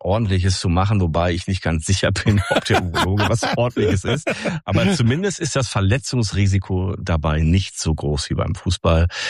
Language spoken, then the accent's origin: German; North Rhine-Westphalia, Germany; moved away as an adult; also born or lived in Münsterland; now in Osnabrück, Germany; Also ursprünglich komme ich ja eigentlich aus dem Münsterland, eigentlich aus dem Niederrhein-Bereich, um genau zu sein.